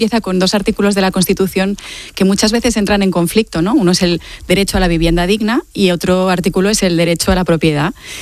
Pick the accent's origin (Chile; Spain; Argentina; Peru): Spain; Balearic Islands; moved away as an adult; now in Barcelona, Spain